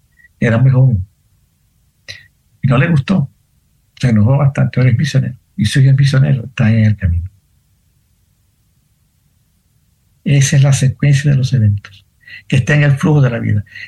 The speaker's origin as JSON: {"language": "Spanish", "country": "Colombia", "tie": "born there", "said": "Estaba caído cuando nací en Colombia."}